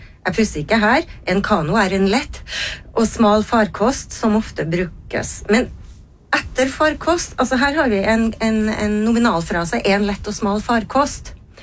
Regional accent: Trøndelag, Norway; accent: trønderdialekten; hvordan jeg er som trønder.

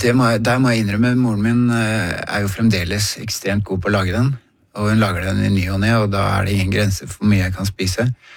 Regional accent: Rælingen, Akershus, Norway; og jeg vokste opp i Rælingen, og eldste gjengen begynte å få lappen og sånn

